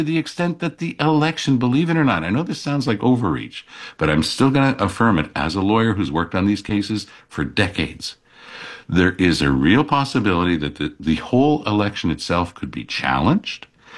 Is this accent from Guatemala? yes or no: no; Canada; because we're Canadian, eh?